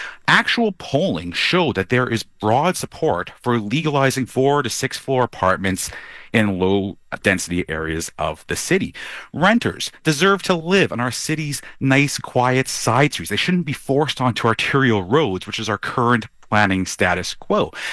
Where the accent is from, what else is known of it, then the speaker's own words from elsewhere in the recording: Vancouver, British Columbia, Canada; Look, I grew up in Vancouver. I'm in my mid-40s now